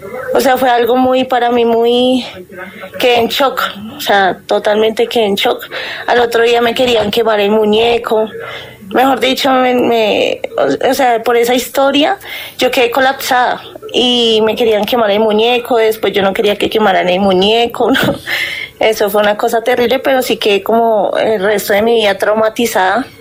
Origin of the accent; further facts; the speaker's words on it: Manizales, Caldas, Colombia; now in Bogotá, Colombia; Desde aquí, de la capital de Bogotá, bueno, pero soy de Manizales Caldas.